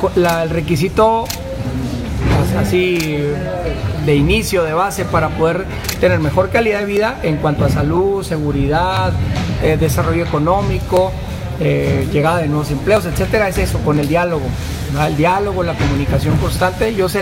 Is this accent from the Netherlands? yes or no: no; Chihuahua, Mexico; born there; las mexicanas y mexicanos que vivimos en Chihuahua, que somos chihuahuenses de nacimiento, pero pues mexicanas y mexicanos, a mucho orgullo